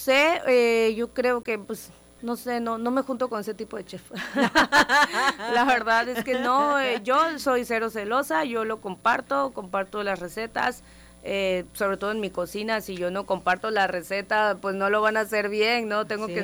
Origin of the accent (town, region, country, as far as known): Tabasco, Mexico